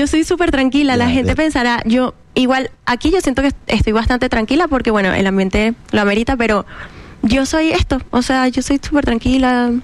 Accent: Venezuela; moved away as an adult; Y yo salí de Venezuela cuando tenía 19 años. O sea, joven.

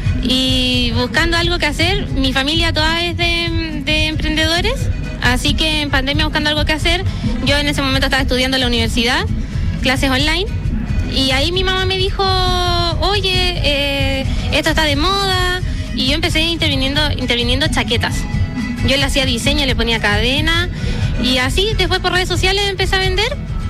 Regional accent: Los Andes, Valparaíso, Chile; also born or lived in La Ligua; Sí, soy de acá, de Los Andes. O sea, nací en La Ligua, pero he vivido toda mi vida aquí.

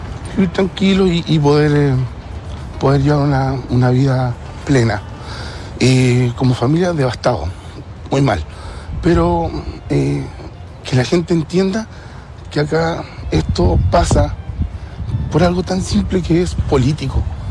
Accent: Santiago, Santiago Metropolitan Region, Chile; moved away; nosotros somos todos de Santiago.

